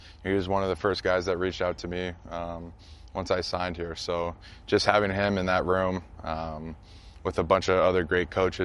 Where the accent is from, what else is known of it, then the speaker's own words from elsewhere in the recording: Iowa, United States; moved away; I grew up in the Midwest, you know, it's Iowa's a special place, and just how I was born and raised.